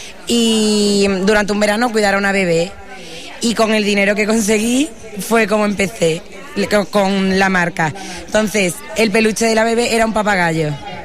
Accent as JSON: {"language": "Spanish", "town": "Constantina", "region": "Andalusia", "country": "Spain", "said": "soy de aquí y siempre apuesto por mi pueblo."}